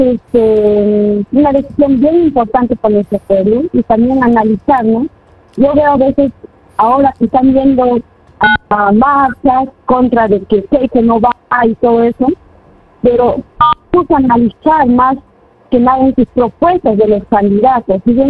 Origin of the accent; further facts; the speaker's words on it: Peru; Y nosotros, como peruanos, debemos ver eso y no debemos ya apoyar una vez más a la izquierda.